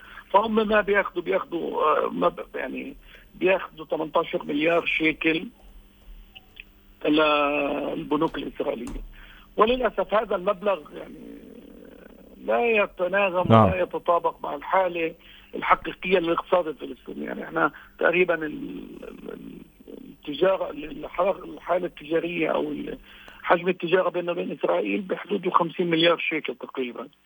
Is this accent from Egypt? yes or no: no; Palestine; واحنا كمجتمع فلسطيني